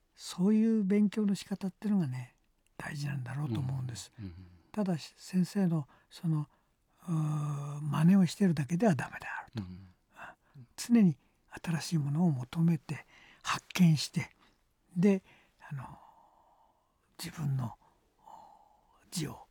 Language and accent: Japanese; Hokkaido, Japan; ただ私は北海道の出身なんですが、北海道はそういう傾向があるのか